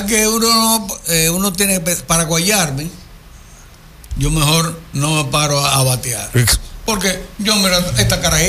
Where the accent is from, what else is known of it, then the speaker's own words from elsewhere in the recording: Santo Domingo, Distrito Nacional, Dominican Republic; Pues yo me crié en Villa Francisca. Yo era un tigre de un barrio, pero de una familia acomodada.